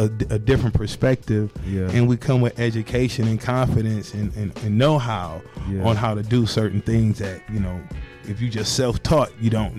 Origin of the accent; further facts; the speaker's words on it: Milwaukee, Wisconsin, United States; I'm from Milwaukee. I'm from the gutter in Milwaukee, 53206 22nd and Concordia. If you know, you know.